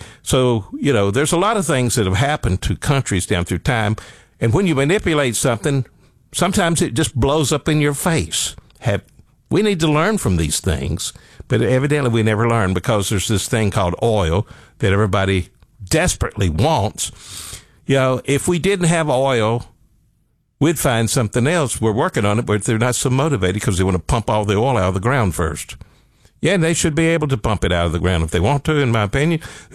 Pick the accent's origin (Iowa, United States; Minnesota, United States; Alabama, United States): Alabama, United States; You know, I grew up in Northeast Alabama on a mountain.